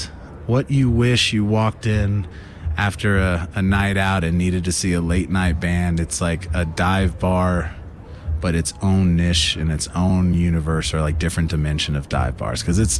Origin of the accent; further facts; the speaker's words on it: Leesville, Louisiana, United States; I'm from Leesville, Louisiana.